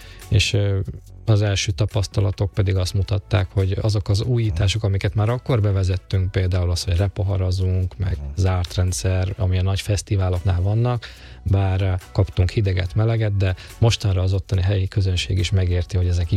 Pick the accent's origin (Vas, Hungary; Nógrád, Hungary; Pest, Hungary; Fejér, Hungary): Nógrád, Hungary; Salgótarján; voltak tehetséges zenekarok a Salgótarjánban, én onnan származom